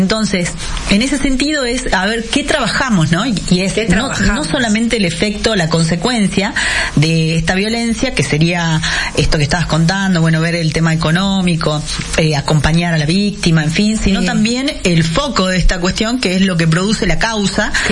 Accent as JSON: {"language": "Spanish", "town": "Animaná", "region": "Salta", "country": "Argentina", "said": "yo soy de los Valles Calchaquíes"}